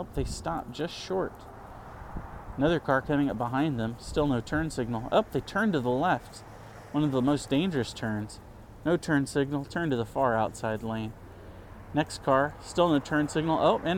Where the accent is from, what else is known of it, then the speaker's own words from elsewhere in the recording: Texas, United States; Growing up in the South, or in Texas, which is kind of South, it's got a mixed identity.